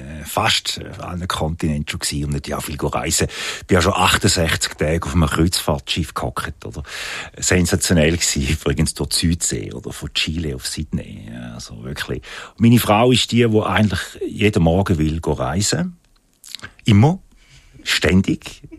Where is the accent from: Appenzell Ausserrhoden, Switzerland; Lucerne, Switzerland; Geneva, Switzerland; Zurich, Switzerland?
Appenzell Ausserrhoden, Switzerland; born there; Aber ich bin ein gebürtiger Ausseroder und arbeite jetzt im Innerrhodisch.